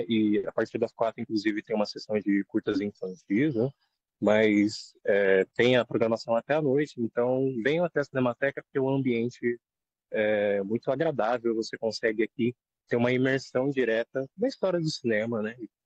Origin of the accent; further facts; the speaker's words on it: Brazil; nossa história enquanto brasileiros